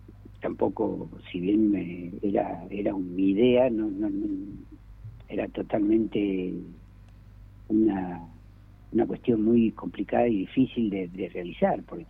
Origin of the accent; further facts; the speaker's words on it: Argentina; los argentinos